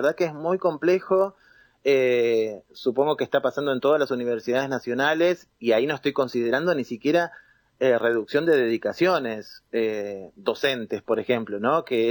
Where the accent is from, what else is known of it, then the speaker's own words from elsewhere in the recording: Allen, Río Negro, Argentina; Yo, de hecho, soy de Allen, no sé si conocen, pero es un pueblo, una ciudad ya, que está acá en el Alto Valle, entre Cipolletti y Roca, digamos, que son las ciudades más grandes, en Río Negro